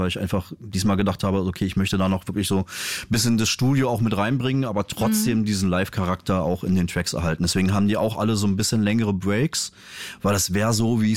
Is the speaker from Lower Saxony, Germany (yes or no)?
no; Mecklenburg-Vorpommern, Germany; moved away; Ich komme halt ursprünglich aus MacPom.